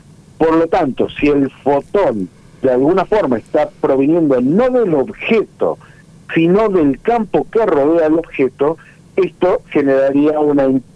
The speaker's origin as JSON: {"language": "Spanish", "region": "La Pampa", "country": "Argentina", "also_born_or_lived": "Buenos Aires", "moved": "yes", "lives_now": "San Fernando, Argentina", "said": "por lo general no soy de Victoria, soy de Buenos Aires, en realidad soy de La Pampa, pero estoy viendo en San Fernando."}